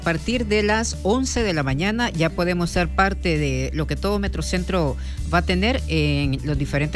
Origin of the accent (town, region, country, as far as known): El Salvador